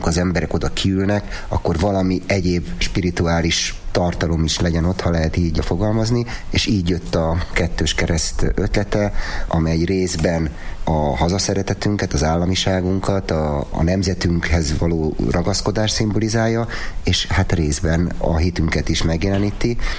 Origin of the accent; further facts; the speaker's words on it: Budapest, Hungary; jó magam, a feleségemmel, a családom, hogy a budapestiek vagyunk. 10 éve kezdtünk itt vállalkozásba, Badacsonyba, panzió és borászat. Mondanám azt, hogy ilyen második otthonunk lett Badacsony.